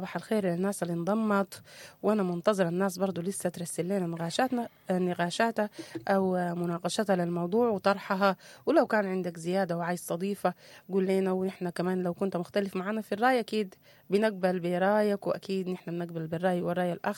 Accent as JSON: {"language": "Arabic", "country": "Sudan", "said": "نحن بيت سوداني كبير"}